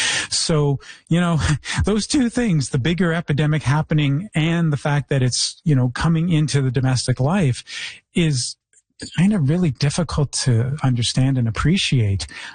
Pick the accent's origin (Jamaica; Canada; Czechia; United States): Canada; Toronto, Ontario; moved away; I come from Toronto where the raccoons are practically domesticated.